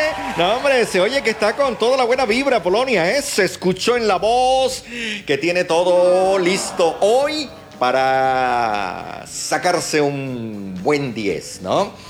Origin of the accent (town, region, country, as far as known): Mexico